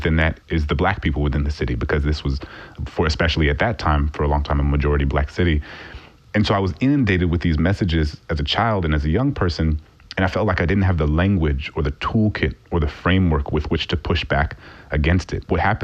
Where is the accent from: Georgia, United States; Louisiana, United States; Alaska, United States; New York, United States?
Louisiana, United States; New Orleans; I remember growing up in New Orleans and being inundated with these messages, some implicit, some explicit, about why New Orleans was the way that it was, right?